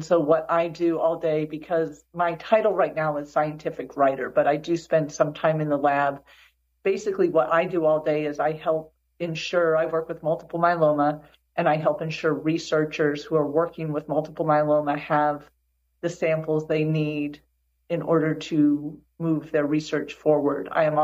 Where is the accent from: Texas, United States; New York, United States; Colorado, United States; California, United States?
Colorado, United States; also born or lived in Ohio, United States / Germany; now in Illinois, United States; Before coming to Illinois, I grew up primarily in Colorado, but I graduated high school near Cincinnati